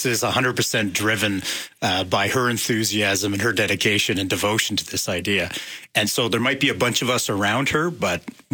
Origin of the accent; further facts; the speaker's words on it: Winnipeg, Manitoba, Canada; And you know, when I'm from Winnipeg, so I was 17, joined the reserves, and started my own military career at that point.